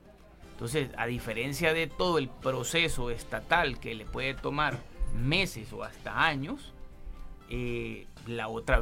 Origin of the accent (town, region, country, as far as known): Honduras